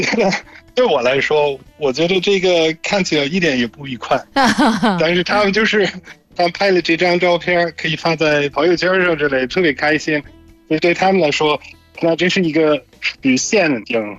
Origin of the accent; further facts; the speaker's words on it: Germany; Chinese is a second language; 谢谢大家，我是来自德国的